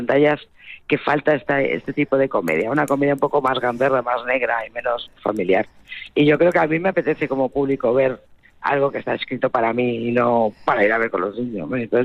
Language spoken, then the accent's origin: Spanish; Bilbao, Basque Country, Spain; Es mentira, pero yo soy de Bilbao y tenemos esa fama también, y es mentira.